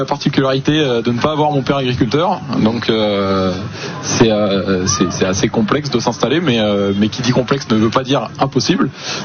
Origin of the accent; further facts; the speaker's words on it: Hauts-de-France, France; moved away as an adult; now in southwest France; Alors, je suis originaire de la Somme. Je travaille actuellement dans le sud-ouest, mais originaire du département.